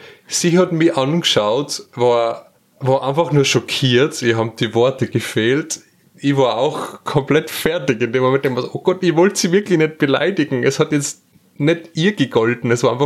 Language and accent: German; Austria; gerade als Österreicher ist man ja so stolz auf sein Gebäck.